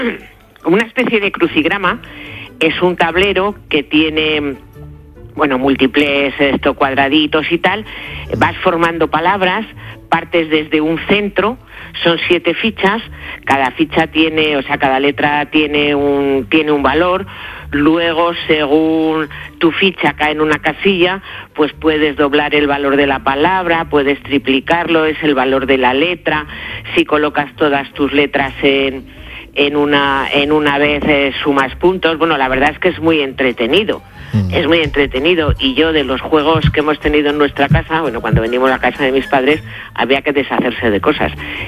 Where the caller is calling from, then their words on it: Madrid, Community of Madrid, Spain; Desde Madrid.